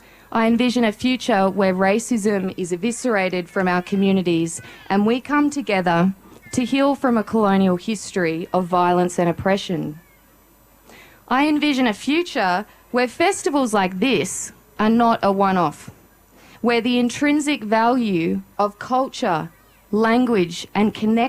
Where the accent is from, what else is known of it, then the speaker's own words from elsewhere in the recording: Alice Springs, Northern Territory, Australia; I was born and raised in Mbantwa Alice Springs.